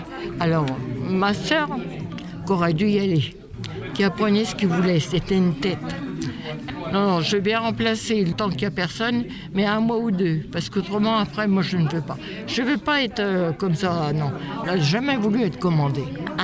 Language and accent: French; Lévignan, Hauts-de-France, France; now in Crépy-en-Valois, France; Je suis née à Lévignan. Je suis du cru. J'ai été communiée, baptisée, communiée, renouvelée, certificat d'études, tout à Lévignan.